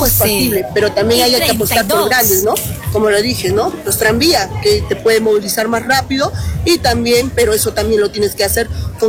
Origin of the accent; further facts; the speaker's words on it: Arequipa, Peru; also born or lived in Trujillo, Peru; muchas personas dicen que yo soy trujillana. Efectivamente, he nacido en la ciudad de Trujillo, pero yo me he criado y mi vida está hecha en Arequipa. Desde los 2 o 3 años mi familia me trajo aquí, y no solo yo, todos mis hermanos y toda mi familia hemos venido a radicar a Arequipa.